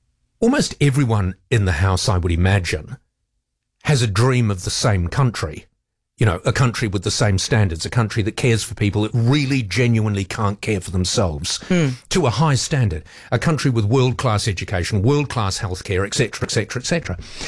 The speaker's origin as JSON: {"language": "English", "country": "New Zealand", "tie": "born or raised there", "said": "I would love them to be brought up in a country that has the same morals and views and ideals and society that I was brought up in New Zealand."}